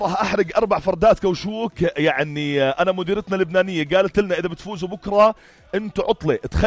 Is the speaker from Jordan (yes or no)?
yes; Jordan; عندنا في الأردن